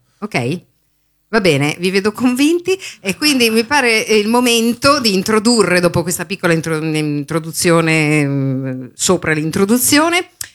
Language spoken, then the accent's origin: Italian; Milan, Lombardy, Italy; Io subito tempo e denaro perché sono di Milano